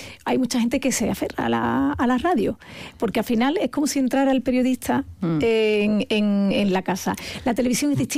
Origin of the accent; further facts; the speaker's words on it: Andalusia, Spain; Yo estoy loca por Andalucía porque es mi tierra.